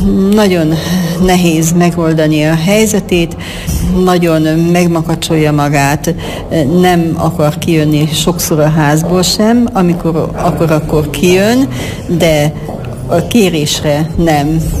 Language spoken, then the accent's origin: Hungarian; Bükkábrány, Borsod-Abaúj-Zemplén, Hungary; Bükkábrányból jöttem, és azért jöttem erre a konferenciára